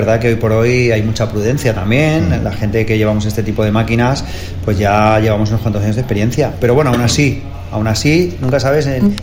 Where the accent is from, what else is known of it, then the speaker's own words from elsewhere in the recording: Villanueva del Arzobispo, Andalusia, Spain; born there; Yo nací en Andalucía, en un pueblecito de Jaén.